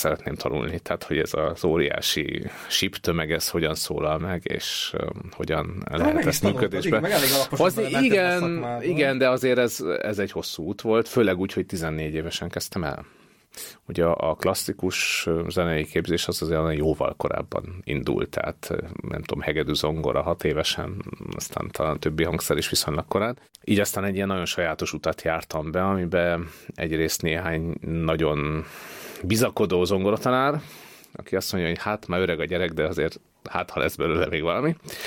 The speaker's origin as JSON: {"language": "Hungarian", "town": "Sopron", "region": "Győr-Moson-Sopron", "country": "Hungary", "tie": "born or raised there", "said": "Sopronból származom, az talán fontos, és Sopronnak ugye egy nagyon tradicionális evangélikus közössége van, és én ebben a közösségben nőttem olyan értelemben fel"}